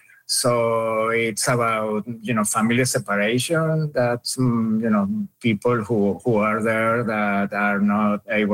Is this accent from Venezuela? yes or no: yes; Caracas, Capital District, Venezuela; English is a second language; They are in Caracas. I'm originally from Caracas.